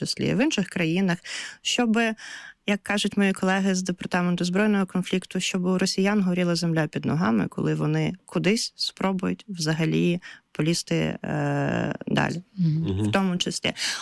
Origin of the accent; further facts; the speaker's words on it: Kherson, Kherson Oblast, Ukraine; Я сама з Херсону, тому тут в мене є маленький плюсик.